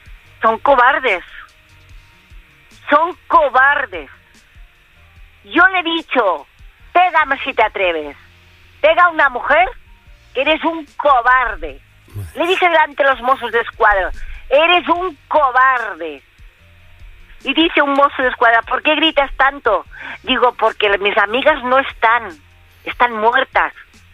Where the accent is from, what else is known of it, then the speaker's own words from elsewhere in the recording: Villafranca, Spain; yo me fui a la Cruz Roja de Villafranca, de mi pueblo, del pueblo que sea